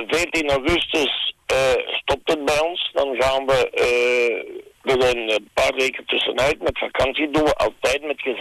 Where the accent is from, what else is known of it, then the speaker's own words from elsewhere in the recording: Stabroek, Flanders, Belgium; Ik kom uit België, uit Vlaanderen. Uit Stabroek hier, net eigenlijk. Ja. De grens met Putten.